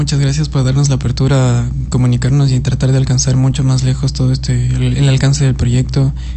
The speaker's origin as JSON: {"language": "Spanish", "town": "Quito", "region": "Pichincha", "country": "Ecuador", "tie": "born or raised there", "also_born_or_lived": "Cuenca, Ecuador", "moved": "as an adult", "lives_now": "Macas, Ecuador", "said": "Sí, yo me crié en Quito, estoy en Cuenca"}